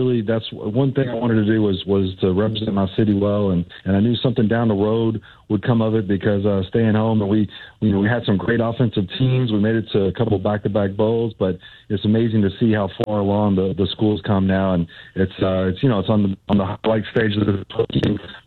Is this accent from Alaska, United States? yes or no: no; Louisville, Kentucky, United States; Well, actually, I'm from Louisville, Kentucky, and so my dad and my grandfather both they both played football at Louisville, so I was a third generation.